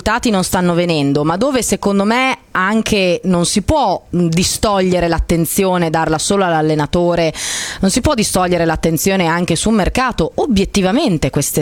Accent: Bologna, Emilia-Romagna, Italy; da qui, da Borgo Panigale, da Nettuno Bologna 1, da bolognese

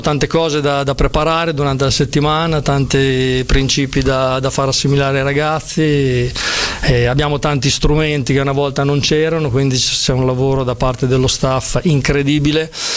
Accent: Bologna, Emilia-Romagna, Italy; sono di Bologna

